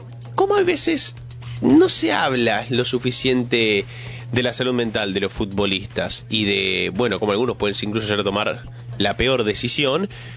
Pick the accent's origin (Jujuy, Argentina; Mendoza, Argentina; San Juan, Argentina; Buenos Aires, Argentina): Buenos Aires, Argentina; Le digo como porteño pura cepa, que nació y lleva viviendo toda su vida aquí en la ciudad autónoma de Buenos Aires.